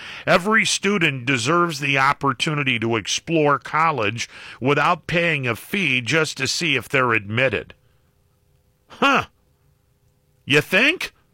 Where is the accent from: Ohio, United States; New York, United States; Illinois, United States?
Ohio, United States; Mahoning Valley; I'm from the Mahoning Valley.